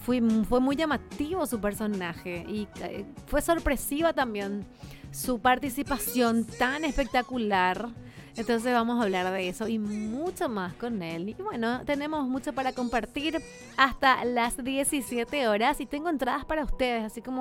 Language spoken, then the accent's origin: Spanish; Paraguay; nosotros que somos de Paraguay, vecinos de Argentina